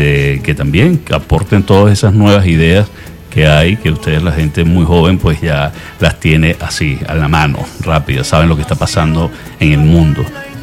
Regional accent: Caracas, Capital District, Venezuela; moved away as an adult; now in San Cristóbal, Venezuela; soy de Caracas.

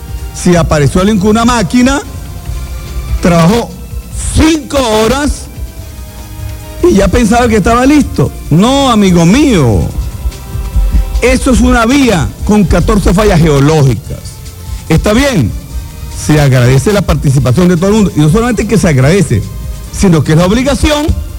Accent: Táchira, Venezuela; esos son parte de nuestro dialecto aquí, de los pingos de aquí de Táchira, pues.

